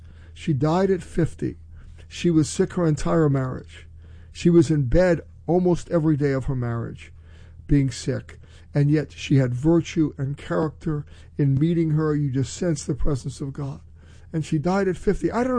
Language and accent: English; United States; as an American Christian